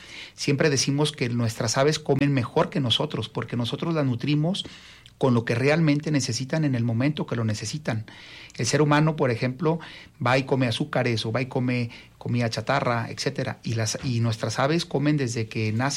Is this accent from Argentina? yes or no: no; Jalisco, Mexico; aquí sentimos muy orgullosos como mexicanos y como jaliscienses también